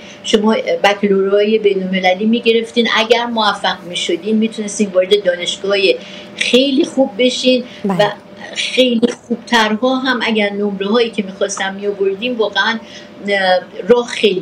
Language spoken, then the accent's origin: Persian; Iran; born there; من در امریکا متولد نشدم، در ایران متولد شدم.